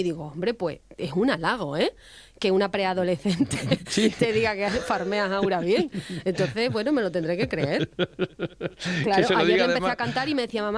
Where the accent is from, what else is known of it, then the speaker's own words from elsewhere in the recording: Garrovillas de Alconétar, Extremadura, Spain; han sido las fiestas de mi pueblo, que son fiestas de estas de como de 10 días en Garrobillas de Alconetal